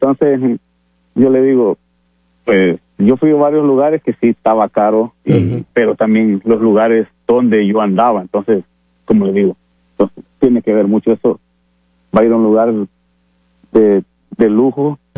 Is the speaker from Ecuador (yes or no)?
no; El Salvador; yo soy de El Salvador también